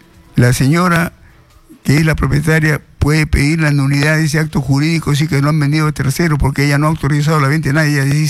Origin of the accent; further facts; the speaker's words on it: Chincha Alta, Ica, Peru; con la más alta votación en mi tierra, en Chincha.